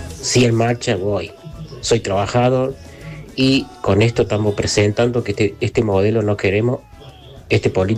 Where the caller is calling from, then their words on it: Argentina; nosotros somos los argentinos